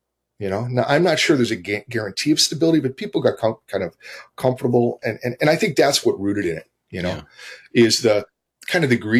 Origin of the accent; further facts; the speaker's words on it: the South, United States; I grew up was born in the Jim Crow South.